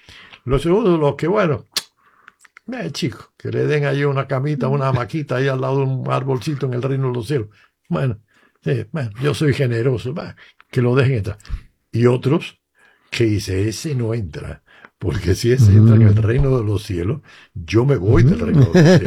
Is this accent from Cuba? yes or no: yes; Cuba; Y yo que soy cubano, podría decir una lista de nombres